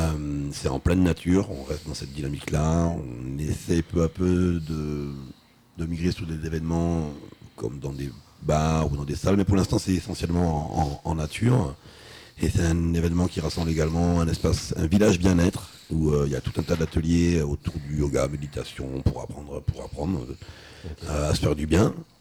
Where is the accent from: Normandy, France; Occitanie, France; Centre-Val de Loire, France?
Occitanie, France; Montpellier; now in Toulouse, France; Je viens de Montpellier aussi. J'ai migré à Toulouse il y a quelques années maintenant.